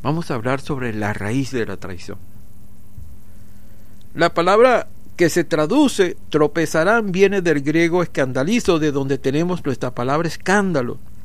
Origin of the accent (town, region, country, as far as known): Venezuela